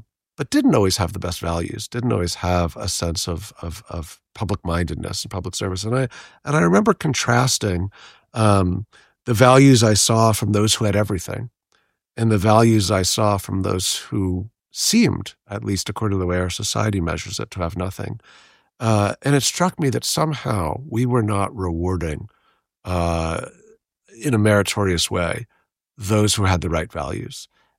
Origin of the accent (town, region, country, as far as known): New York, United States; born or raised there